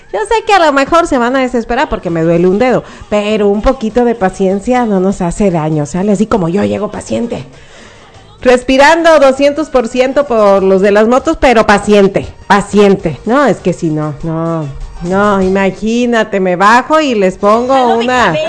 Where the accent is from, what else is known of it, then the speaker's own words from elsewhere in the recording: Nayarit, Mexico; soy mexicana. Aunque me vean ahí que a veces con mis rasgos europeos. No es cierto, nada que ver, 100% Cora, aquí estoy de corazón, Nayarita.